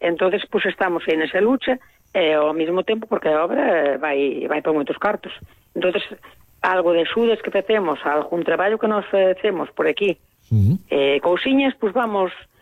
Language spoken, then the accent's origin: Galician; Corme, Galicia, Spain; eu acordo un pouco porque eu vim pa aquí, que eu son de Corme